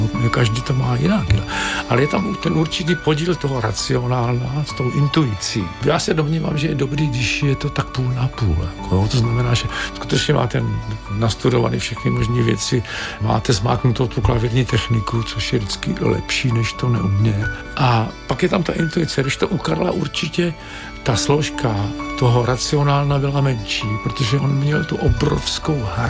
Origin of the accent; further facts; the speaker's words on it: Olomouc, Olomouc Region, Czechia; born there; moved away as an adult; also born or lived in Prague; jako kluk, který v Olomouci chodil jednak napřed do střední školy a pak na univerzitě, student matematiky